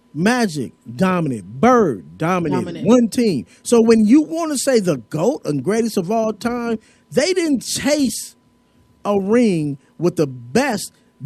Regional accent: Pomona, California, United States; That's my hometown, so I run with it because, you know, Pomona is L.A. County.

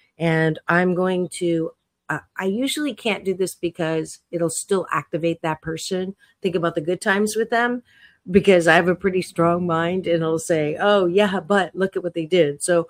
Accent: Kitchener, Ontario, Canada; I was raised in Canada. I was born actually in Kitchener-Waterloo in Ontario, and I did not look like anybody there. It was very homogenous

